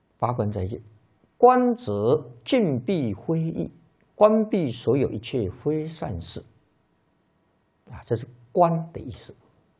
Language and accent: Chinese; China; 一般没有学佛的人啊，社会上的人士啊，是我们中国人呐，大概就会想到《西游记》